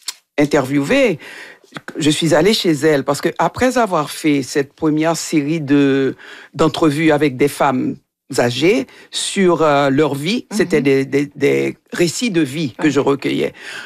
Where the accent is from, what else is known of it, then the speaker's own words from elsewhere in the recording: Haiti; moved away; Ça fait longtemps que j'ai quitté Haïti.